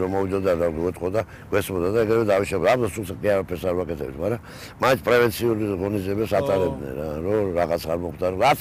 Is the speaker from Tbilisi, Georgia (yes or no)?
yes; Tbilisi, Georgia; ერთ შეულებრ ოჯახში დავებადე, თარხნიშვილის 11-ში ჩიხში, კოლორიტ ეზოში დავებადე